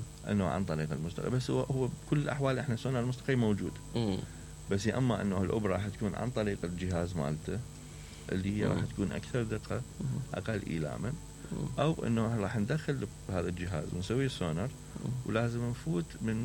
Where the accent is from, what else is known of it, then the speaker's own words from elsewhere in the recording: Iraq; إحنا كعراقيين مشهورين بها.